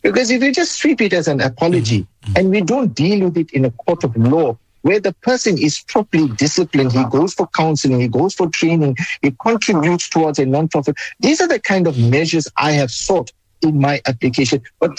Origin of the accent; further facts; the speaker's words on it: South Africa; I acted in my capacity as a citizen of the Republic of South Africa, as an Indian citizen, and of course, as a person of the Islamic faith.